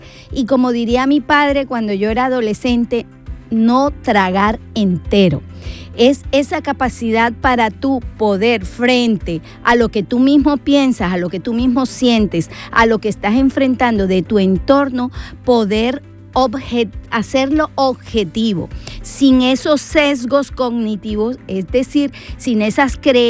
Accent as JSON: {"language": "Spanish", "country": "Colombia", "moved": "yes", "lives_now": "Spain", "said": "Yo soy colombiana"}